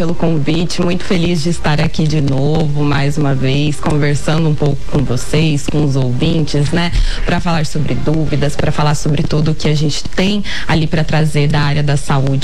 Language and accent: Portuguese; Campo Grande, Mato Grosso do Sul, Brazil; moved away as an adult; also born or lived in São Paulo; Então, eu me formei em São Paulo, voltei para cá aqui em 2020, realmente, para atuar, mas sou de Campo Grande, Mato Grosso do Sul.